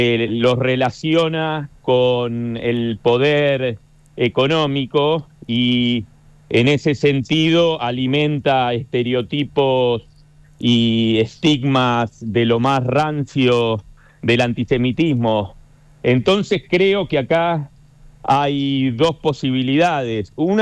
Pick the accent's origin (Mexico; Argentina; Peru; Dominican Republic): Argentina; nosotros somos argentinos y profesamos la religión judía